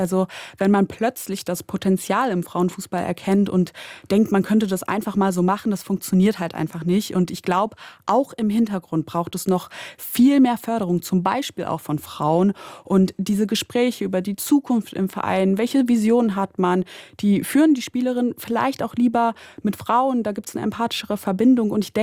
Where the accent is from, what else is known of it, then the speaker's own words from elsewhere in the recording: Bocholt, North Rhine-Westphalia, Germany; Ich komme auch aus Bocholt und die Stadt hat generell viele Fußballvereine für eine Kleinstadt.